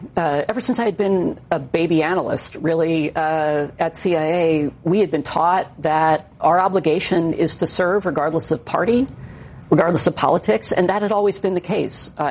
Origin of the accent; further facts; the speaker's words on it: Hawaii, United States; Yeah, so as I grew up in Hawaii, my grandfather, who was from an immigrant family, really instilled on this what you know, you could think of as the immigrant creed.